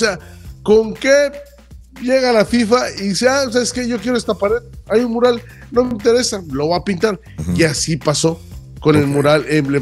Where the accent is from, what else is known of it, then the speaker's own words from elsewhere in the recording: Mexico; Yo soy mexicano y me ha tocado estar en el extranjero.